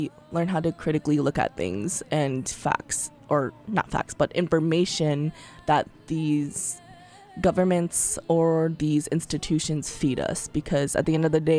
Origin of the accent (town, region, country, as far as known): United States